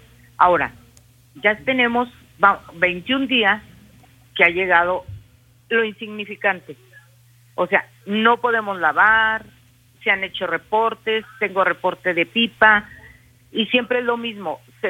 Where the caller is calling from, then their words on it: Aguascalientes, Mexico; tenemos 21 días en Pozo Bravo Norte que no tenemos agua.